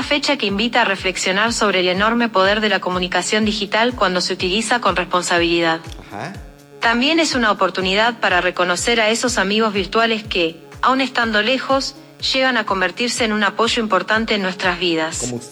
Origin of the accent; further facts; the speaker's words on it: Argentina; now in Mexico; la argentina más mexicana.